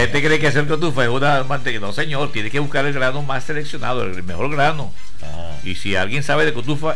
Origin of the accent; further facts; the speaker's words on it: Venezuela; ¿Tú sabes cómo somos los venezolanos?